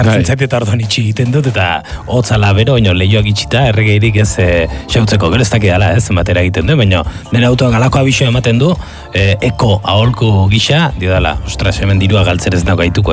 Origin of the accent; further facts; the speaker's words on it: Idiazabal, Basque Country, Spain; Bira hori gure herrian ohikoa zen, parrandetan da ordu batetik aurrera, nidia zabaldarra naiz, eta ordu batetik aurrera, haupa segura esaten genuen